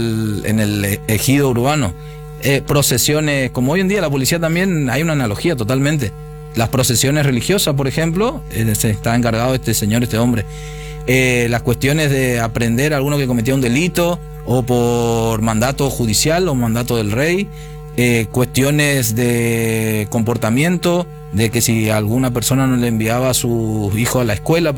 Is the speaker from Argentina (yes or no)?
yes; Corrientes, Argentina